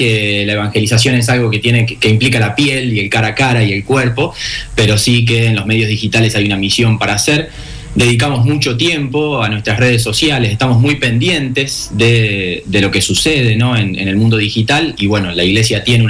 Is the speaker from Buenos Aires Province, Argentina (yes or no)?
yes; Coronel Suárez, Buenos Aires Province, Argentina; now in Córdoba, Argentina; Soy de Coronel Suárez, provincia de Buenos Aires, y vivo actualmente en Córdoba.